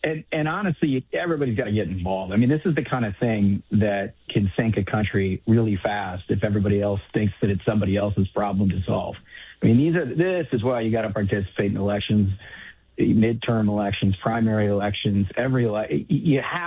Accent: Midwest, United States; I grew up in the Midwest

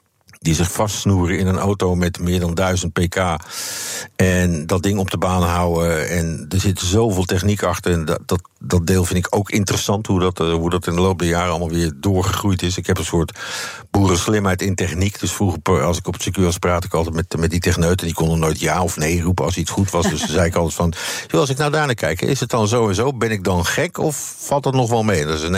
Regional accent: Netherlands; als Nederlander

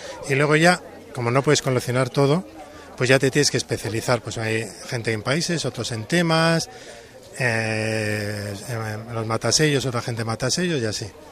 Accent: Barakaldo, Basque Country, Spain; Claro, yo vengo de Baracaldo, que ahí viven 100.000 habitantes.

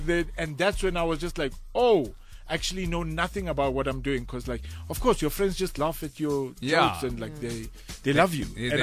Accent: South Africa; So we're all South African.

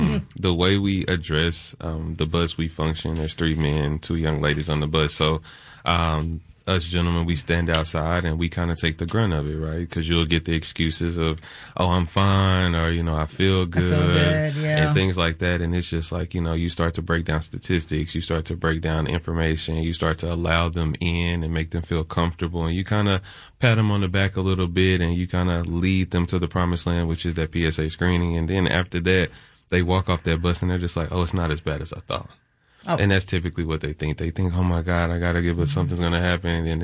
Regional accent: Texas, United States; now in Georgia, United States; because I'm from Texas

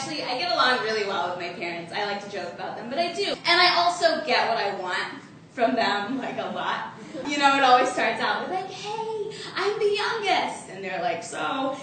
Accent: Arkansas, United States; So, like Sharup, I too am an immigrant. I'm from Arkansas.

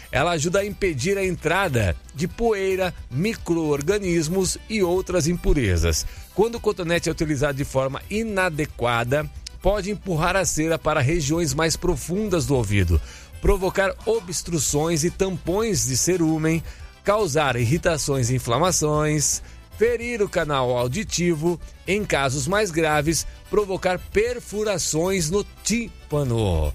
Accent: Araras, São Paulo, Brazil; lá de Araras, a minha terra natal, né? Cidade interior aqui de São Paulo

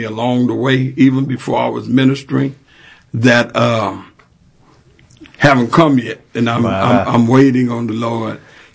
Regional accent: San Antonio, Texas, United States; I'm San Antonio native. Born, bred, and when I die, I'll be San Antonio dead.

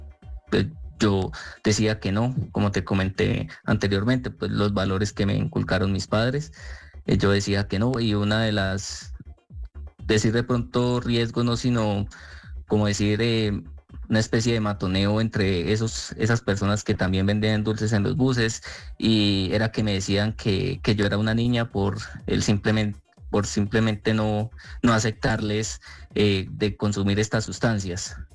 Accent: Choachí, Cundinamarca, Colombia; municipio de Chuachi, la verdad, es un municipio muy sano. Pues allí la verdad, pues no corría mayor riesgo, pero hubo un tiempo que sí me vine para la ciudad de Bogotá.

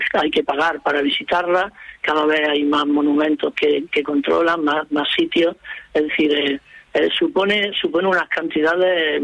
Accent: Córdoba, Andalusia, Spain; yo que soy de Córdoba, se puede poner un precio a la mezquita de Córdoba.

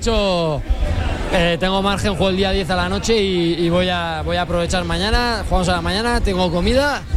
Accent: Navarre, Spain; Siendo navarro, pues un orgullo estar aquí, ser invitado por el ayuntamiento

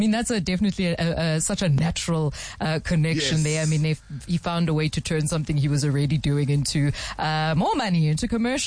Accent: South Africa; where are you from? And I say South Africa.

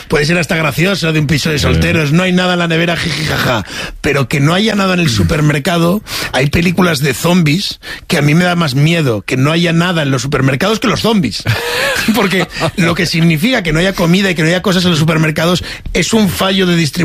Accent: Asturias, Spain; En efecto, por eso yo, siendo asturiano, no, imposible.

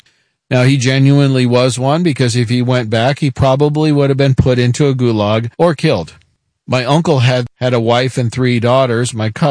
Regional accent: United States; born there; I'm first-generation American. … is a Hungarian name. I was born here in the United States.

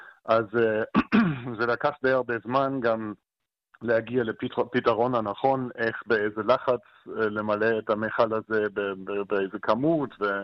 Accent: Berlin, Germany; now in Israel; עיר הולדתי

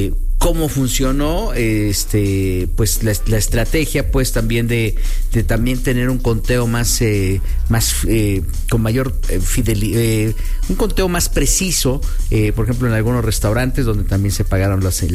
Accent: Mexico; Hay que seguir con esta buena vibra como mexicanos, ¿no?

